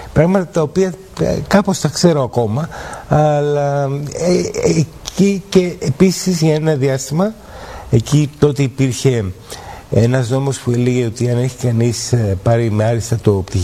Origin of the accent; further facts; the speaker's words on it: Athens, Attica, Greece; also born or lived in Pagkrati; Στο Βύρονα. Στο Βύρονα, μεγάλωσα στο Βύρονα και έζησα τα παιδικά μου χρόνια και την πρώτη μου νιώτα στο Παγκράτη.